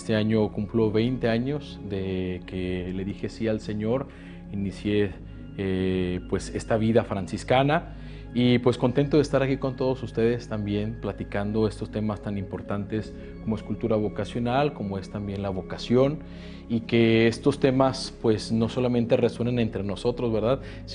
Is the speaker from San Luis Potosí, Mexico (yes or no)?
no; Guadalajara, Jalisco, Mexico; originario de aquí de Guadalajara, Jalisco, muy orgulloso de mi tierra.